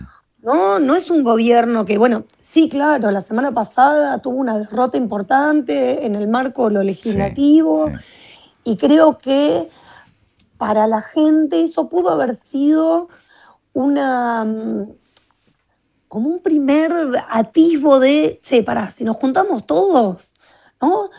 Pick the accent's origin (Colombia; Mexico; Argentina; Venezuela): Argentina; como argentina, digo, los argentinos